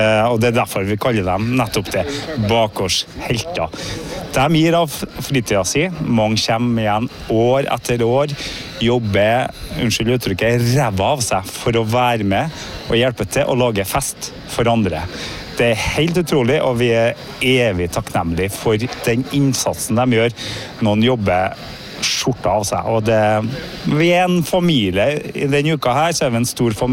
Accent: Trøndelag, Norway; accent: Trøndelag dialect; now in Harstad, Norway; Når du hører på dialekten min, så kommer jeg fra Trøndelag, og jeg var da russ I det herrens år 1989.

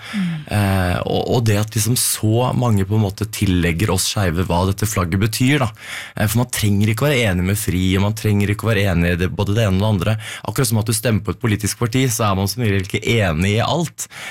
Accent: Moss, Østfold, Norway; now in Oslo, Norway; jeg kom jo fra Moss, og der var det jo, ikke sant, 2006, da var det ikke veldig mange åpne homofile da, så Oslo ble jo på en måte et fristed

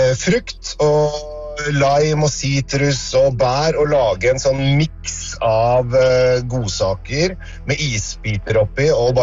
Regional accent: Eastern Norway, Norway; Ja, jeg tror du og jeg like, men det fordi at vi kom fra Østlandet.

